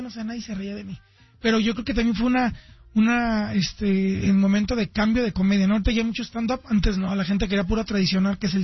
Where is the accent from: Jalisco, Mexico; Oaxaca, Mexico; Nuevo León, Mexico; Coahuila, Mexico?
Jalisco, Mexico; Guadalajara; muchos piensan que soy de Monterrey. Uh-huh. A lo mejor como hablo fuerte o grito, pero no orgullosamente de Guadalajara.